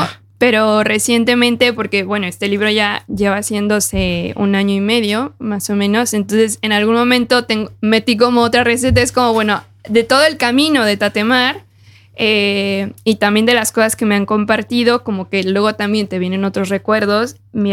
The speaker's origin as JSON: {"language": "Spanish", "region": "Aguascalientes", "country": "Mexico", "said": "Bueno, yo soy hidrocálida, yo soy de Aguascalientes."}